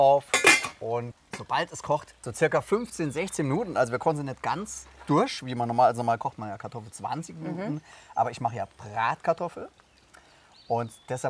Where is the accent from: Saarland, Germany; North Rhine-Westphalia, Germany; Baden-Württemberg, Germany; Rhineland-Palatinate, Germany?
Saarland, Germany; Blieskastel; Ja, ich komme auch aus einem, das ist ja ein Ortsteil von Blieskastel-Alschbach. Und ich komme auch aus einem Ortsteil von Blieskastel.